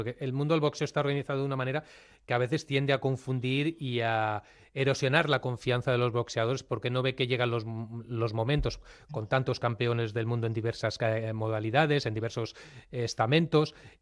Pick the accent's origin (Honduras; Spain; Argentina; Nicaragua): Spain